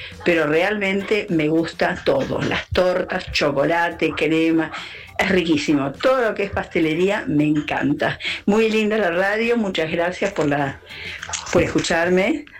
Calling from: Avellaneda, Buenos Aires Province, Argentina; de Avellaneda.

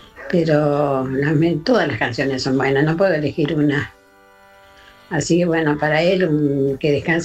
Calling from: Remedios de Escalada, Buenos Aires Province, Argentina; de Escalada.

